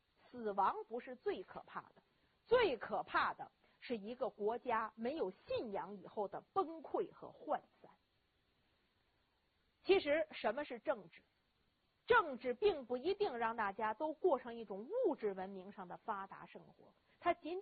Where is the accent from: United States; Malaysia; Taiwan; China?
China